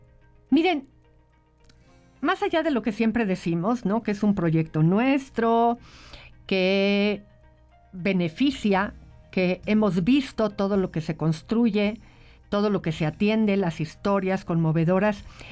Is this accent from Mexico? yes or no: yes; Mexico; nos tenemos que felicitar como mexicanos